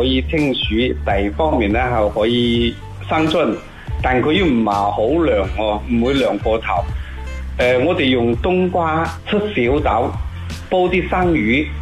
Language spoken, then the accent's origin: Cantonese; Foshan, Guangdong, China